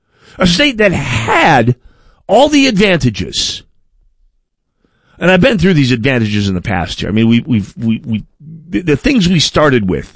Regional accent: North Dakota, United States; moved away as an adult; now in Minnesota, United States; I'm from North Dakota. And about the same time in our lives, after we got out of college in our early 20s, as adults, we decided of our own free will to move to Minnesota.

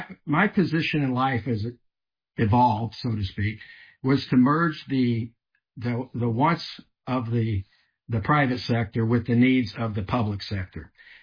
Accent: Illinois, United States; also born or lived in San Diego; I'm originally from Illinois. I went to San Diego after college, ended up at Stanford Research Institute when I was 23.

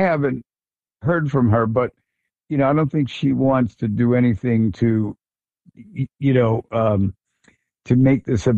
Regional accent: New York, United States; We're both from Long Island, and we worked on a project that didn't come to fruition a few years ago

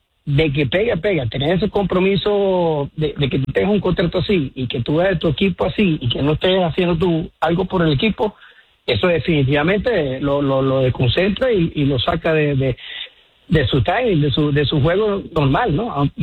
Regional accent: Venezuela; Hey, Luis, soy yanquista de corazón, pero también soy venezolano.

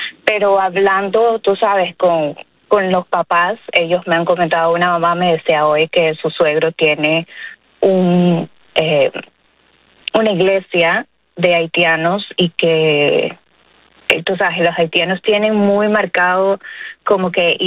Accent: Ecuador

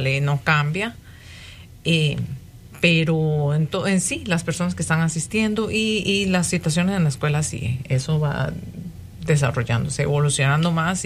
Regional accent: Costa Rica; moved away as an adult; now in Wisconsin, United States; Soy oriunda de Costa Rica.

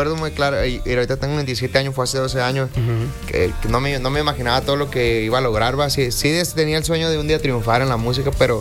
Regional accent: Sinaloa, Mexico; now in Phoenix, United States; De Sinaloa, de Phoenix, pues más, ya somos de Sinaloa, pero ya tengo 10 años en Phoenix

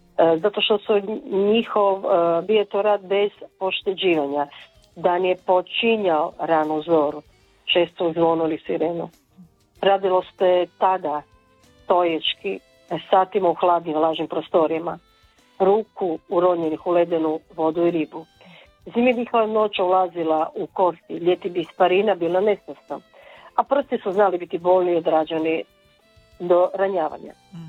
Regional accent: Rovinj, Istria County, Croatia; Ja sam rođena u ulici u Rovinju u Augusto Feri

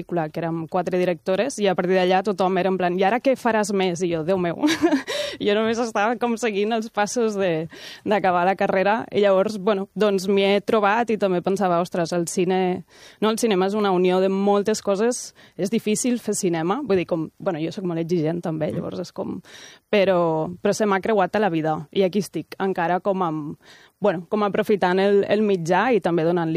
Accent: Puigverd de Lleida, Catalonia, Spain; now in Barcelona, Spain; Doncs, com bé dèieu, soc de Puigverd de Lleida, que és un poble molt petit del Segrià, i llavors jo em dono treva aquí a Barcelona pujant a la muntanya de Montjuïc

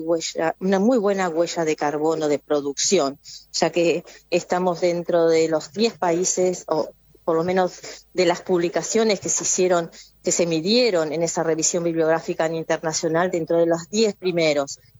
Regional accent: Argentina

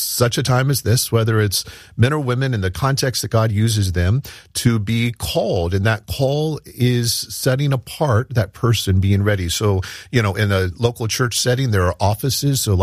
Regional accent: Ohio, United States; I grew up in Southwest Ohio.

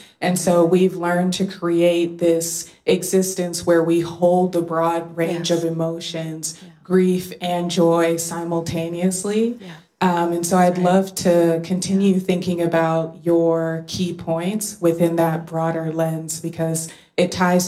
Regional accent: Guinea; So I'm West African in origin. I'm from Guinea.

